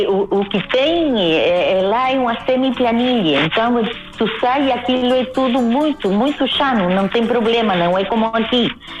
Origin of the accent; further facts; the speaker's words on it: Uruguay; Eu sou uruguaia e eu acho que o … é uruguaio, com certeza.